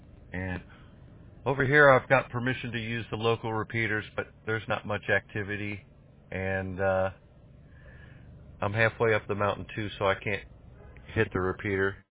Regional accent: Kentucky, United States; moved away as an adult; now in Philippines; About 7 miles south of Cincinnati, Ohio, in northern Kentucky.

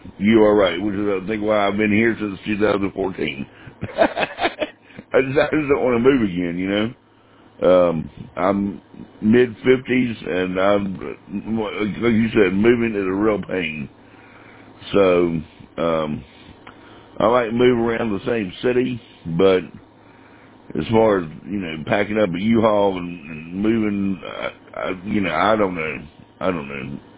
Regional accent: the Carolinas, United States; also born or lived in Texas; now in Oklahoma City, United States; But I'm actually from the Carolinas and moved to Oklahoma City back in 2014, thereabouts. So that's where I've been ever since. But spent a little bit of time in Texas before that, but from the Carolinas, and I kind of miss it.

